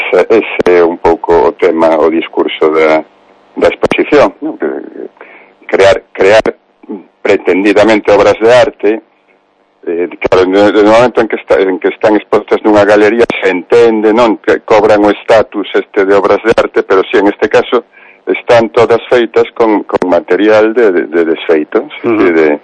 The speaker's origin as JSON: {"language": "Galician", "town": "Ourense", "region": "Galicia", "country": "Spain", "tie": "born or raised there", "also_born_or_lived": "Mexico", "said": "Sí, son ourensán e nací en México porque, bueno, son fillo da emigración, muy frecuente que aquí en Ourense, ¿no?"}